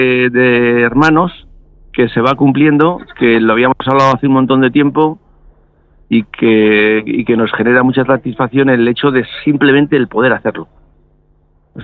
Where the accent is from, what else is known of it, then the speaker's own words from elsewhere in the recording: Spain; nosotros somos españoles